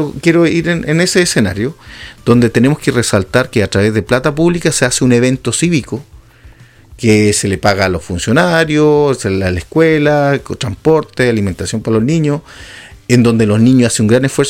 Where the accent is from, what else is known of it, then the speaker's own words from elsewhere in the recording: Hualaihué, Los Lagos, Chile; soy de Gualegüe